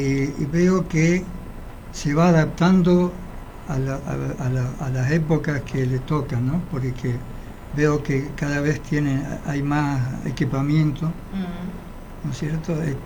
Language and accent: Spanish; San Juan, Argentina; born there; moved away; also born or lived in Córdoba; Yo nací en San Juan. Uh-huh. Pero me quedé en Córdoba hasta el 82.